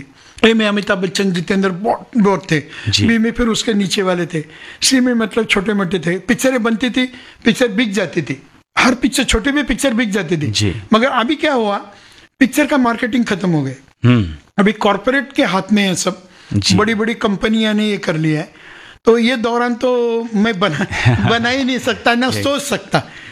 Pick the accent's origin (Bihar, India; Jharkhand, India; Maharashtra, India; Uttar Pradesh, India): Maharashtra, India; अभी मैं महाराष्ट्र का रहने वाला हूँ